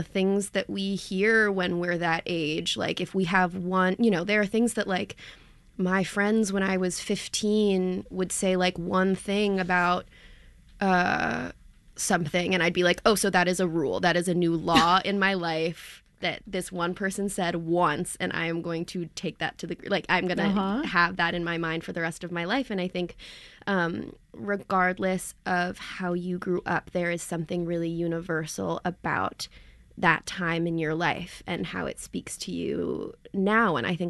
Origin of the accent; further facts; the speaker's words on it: New York City, New York, United States; I grew up in New York City